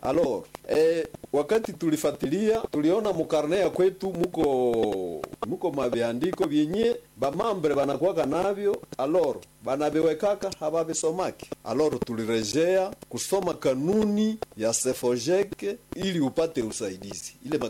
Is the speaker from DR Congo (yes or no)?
yes; Butembo, North Kivu, DR Congo; mgini ya kwetu hapa Butembo